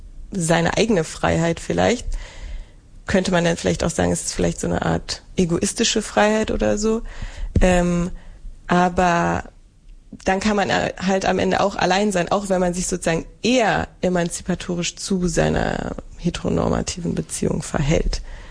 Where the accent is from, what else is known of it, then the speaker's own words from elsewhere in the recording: western Germany, Germany; Und ich bin aber im Westen aufgewachsen. Meine Mama ist dann auch in den Westen gezogen.